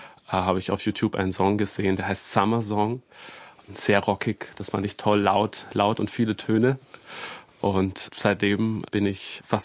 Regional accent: Dinkelsbühl, Bavaria, Germany; born there; Ich wurde im Dezember 1994 in Dinkelsbühl geboren und da lebe ich mittlerweile auch wieder.

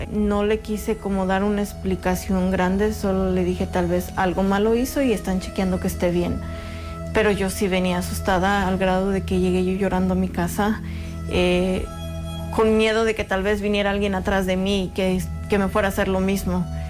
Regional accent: Mexico; moved away as an adult; now in Minneapolis, United States; Tengo 45 años de edad, he vivido aquí alrededor de casi 26 años ya, soy mexicana

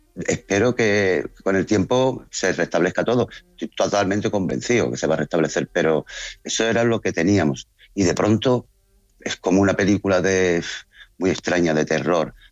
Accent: Ceuta, Spain; Sí, es impresionante para mí y para todo Ceuta

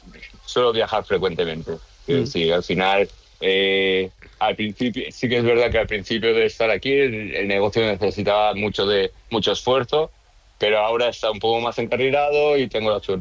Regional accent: Spain; now in United States; Y evidentemente las reuniones de españoles, pues siempre hablamos de España y hablamos de lo que pasa en España, qué problemas, qué no sé cuántos. Luego los problemas que de inmigrante tienes aquí en Estados Unidos

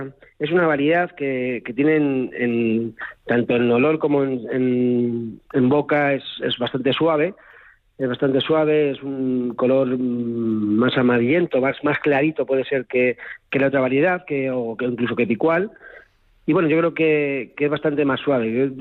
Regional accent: Alcázar de San Juan, Castilla-La Mancha, Spain; Bueno, nosotros somos, el origen somos de Alcázar de San Juan, la familia, la finca también está en el término de Alcázar de San Juan

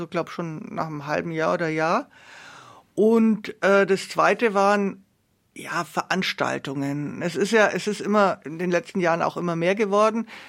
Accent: Nuremberg, Bavaria, Germany; born there; Nürnberg ist halt meine Geburtsstadt

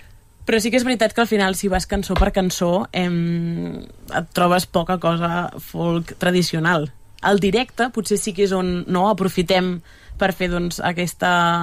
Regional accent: Cambrils, Catalonia, Spain

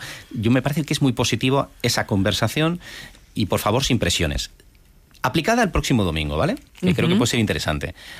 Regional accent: San Sebastián, Basque Country, Spain; como sabes, soy de Donosti.

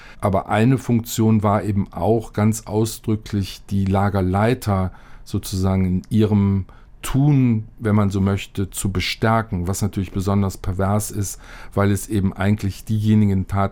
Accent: Cologne, North Rhine-Westphalia, Germany; now in Bayreuth, Germany; Aber tatsächlich bin ich Kölner, auch wenn Bayreuth meine zweite Heimat geworden ist.

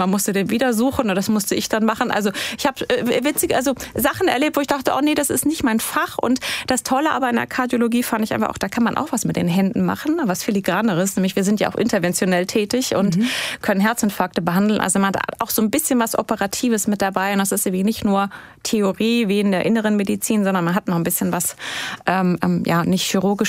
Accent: Hesse, Germany; also born or lived in Lower Franconia; Also tatsächlich bin ich in Mittelhessen aufgewachsen. Ich bin zwar nicht in Hessen geboren, sondern in Unterfranken.

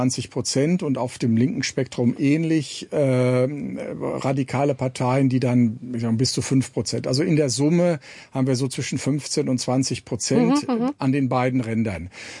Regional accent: North Rhine-Westphalia, Germany; Ich meine, ich komme aus Nordrhein-Westfalen.

